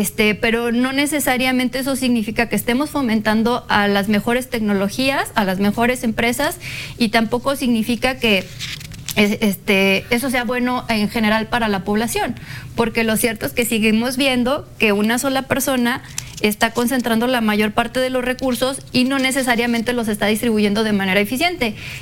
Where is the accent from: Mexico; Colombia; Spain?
Mexico; nosotros como mexicanos